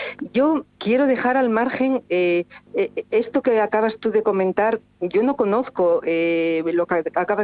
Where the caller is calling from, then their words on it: Avilés, Asturias, Spain; vivo en Avilés